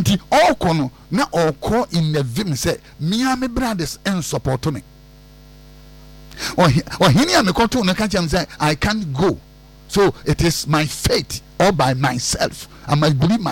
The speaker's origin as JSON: {"language": "English", "country": "Ghana", "said": "if you take all my money, I am still a Ghanaian."}